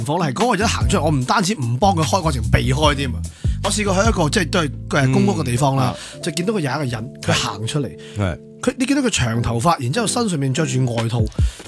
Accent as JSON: {"language": "Cantonese", "country": "Hong Kong"}